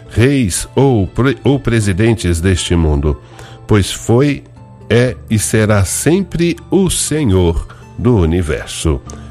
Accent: São Paulo, Brazil; Eu sou de São Paulo, capital

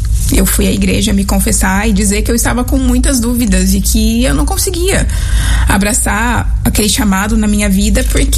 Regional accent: Paranaíba, Mato Grosso do Sul, Brazil; Eu sou natural de Paranaíba, no Mato Grosso do Sul. Uma terra muito boa, nós somos muito acolhedores.

